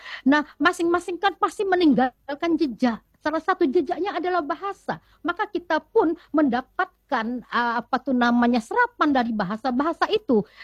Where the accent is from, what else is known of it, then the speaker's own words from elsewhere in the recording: Palembang, South Sumatra, Indonesia; Tapi kita bahasa kita ya tetap bahasa kita. Walaupun ada serapan-serapan dari Jawa, tapi Palembang is Palembang. Palembang adalah Palembang